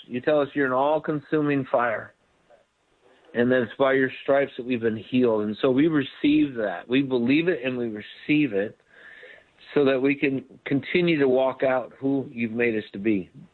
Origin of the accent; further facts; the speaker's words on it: Palatine, Illinois, United States; I grew up in Palatine up north